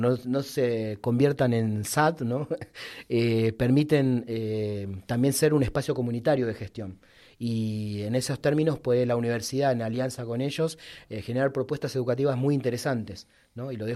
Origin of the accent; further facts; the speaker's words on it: Boulogne Sur Mer, Buenos Aires Province, Argentina; yo vengo del Bajo Boulogne, de la villa del Bajo Boulogne